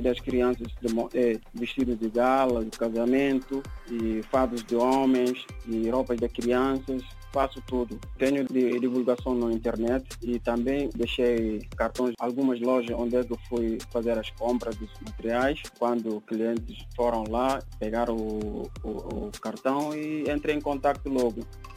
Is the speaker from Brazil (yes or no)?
no; Bissau, Guinea-Bissau; moved away as an adult; now in Portugal; Nasci em Guiné.